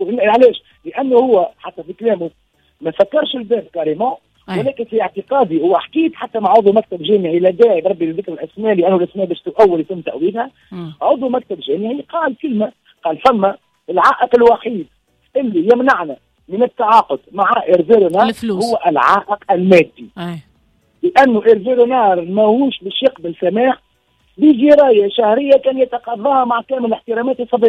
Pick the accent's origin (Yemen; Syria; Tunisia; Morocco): Tunisia